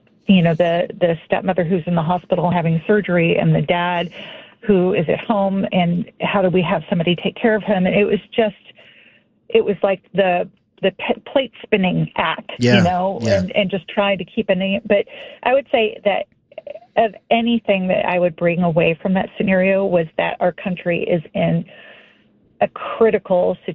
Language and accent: English; Texas, United States; now in Brookfield, United States; So I grew up in Texas